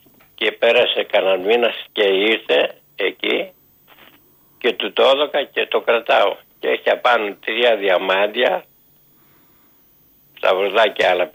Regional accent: Pyrgos, Western Greece, Greece; also born or lived in Agoulinitsa; Είμαστε και από τον Πύργο και από την Αγουλινίτσα.

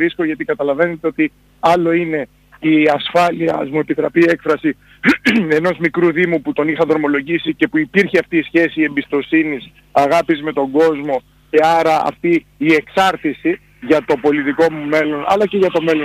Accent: Greece; στο νησί μου ένας άνθρωπος μέσα από τα σπλάχνα του γέννημα θρέμα

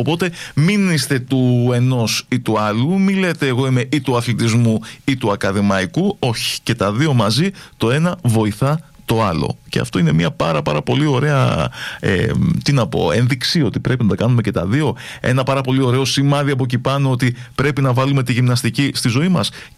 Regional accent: Greece; Κάτι που εμείς σαν Έλληνες νομίζω ότι δεν το πολύ θέλουμε.

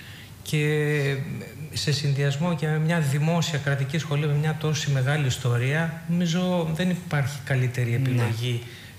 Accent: Nea Vyssa, Eastern Macedonia and Thrace, Greece; born there; moved away; Η καταγωγή μου είναι από τη Θράκη. Είναι από ένα χωριό του Εύρου, τη Νέα Βίσα, πάνω από την Οραστιάδα. Είμαι βόρειος δηλαδή, εκεί γεννημένο

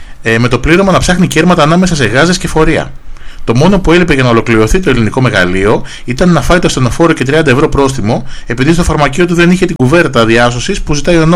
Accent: Eastern Macedonia and Thrace, Greece; Το χωριό μου είναι ακριβώς απέναντι από τη Θάσο

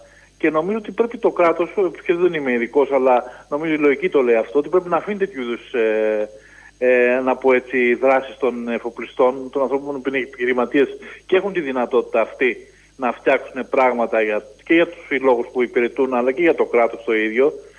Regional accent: Piraeus, Attica, Greece; από την Πειραιά.

